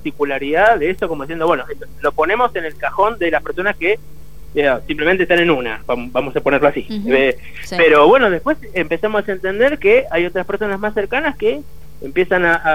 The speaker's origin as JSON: {"language": "Spanish", "country": "Argentina", "said": "nosotros somos argentinos"}